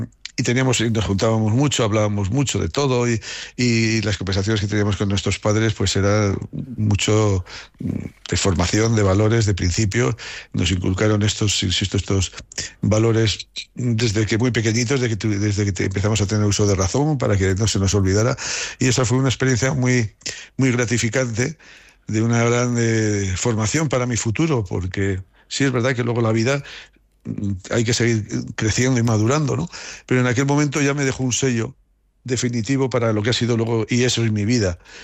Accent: Haro, La Rioja, Spain; pero para mí siempre seguirá siendo mi pueblo. Y insisto, siempre me he sentido muy querido, muy reconocido, toda mi familia, y especialmente pues, por lo que yo he significado con el deporte, pues siempre tenía ese puntito de que cada vez que iba a Haro, pues era una pequeña fiesta

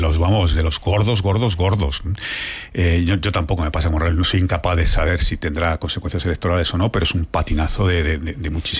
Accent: Madrid, Community of Madrid, Spain; Francamente, yo soy madrileño por los cuatro costados. Yo no veo la necesidad de que en Madrid haya una residencia oficial para el presidente o la presidenta, sea quien sea.

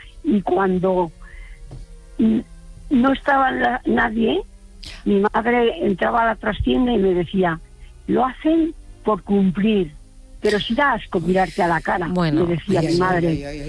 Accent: Burgos, Castile and León, Spain; born there; Pues es que yo nací en Burgos y mi padre no me conoció hasta los 8 días de haber nacido.

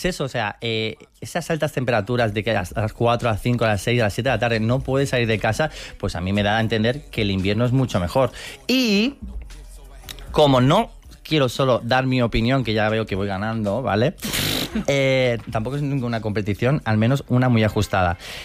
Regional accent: Fuengirola, Andalusia, Spain; Málaga, yo soy de Fuengirola, un sol de ciudad.

